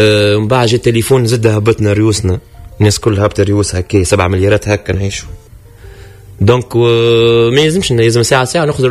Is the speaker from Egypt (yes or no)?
no; Ben Arous, Tunisia; نحن من السيوت من الضاحية الجنوبية